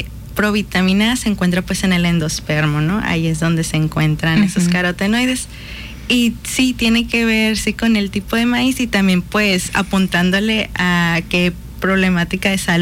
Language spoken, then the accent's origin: Spanish; Mexico; hablando de nosotros como mexicanos, porque es parte de nuestra identidad